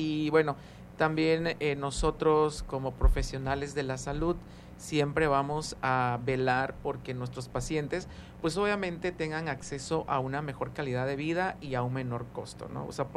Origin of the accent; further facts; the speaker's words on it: Tabasco, Mexico; somos tabasqueños